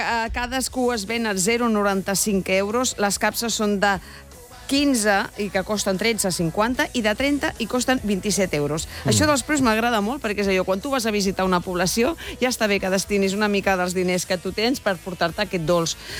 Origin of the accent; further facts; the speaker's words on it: Catalonia, Spain; Exacte, jo soc del Penedès i penso que sempre tots els referents els parteixo d'aquí.